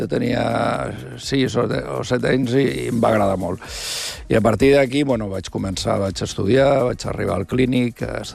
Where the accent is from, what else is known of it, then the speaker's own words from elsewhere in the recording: Barcelona, Catalonia, Spain; Jo sóc de Sant Andreu del Palomar.